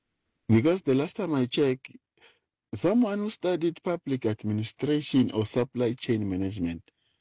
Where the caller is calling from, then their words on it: Witbank, Mpumalanga, South Africa; This is anonymous in Witbank.